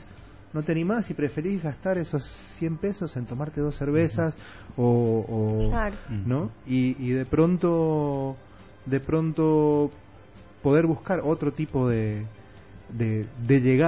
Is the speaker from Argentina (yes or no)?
yes; Argentina; moved away as an adult; also born or lived in Misiones; now in Santa Cruz, Bolivia; yo vengo de Argentina, ¿no?, de estudiar teatro en la Escuela Municipal de Arte Dramático en Buenos Aires, de hacer teatro desde mi adolescencia en centros culturales de barrio, después en Misiones, después otra vez a estudiar y profesionalizarme en Buenos Aires, y llegué a Bolivia hace muchos años ya.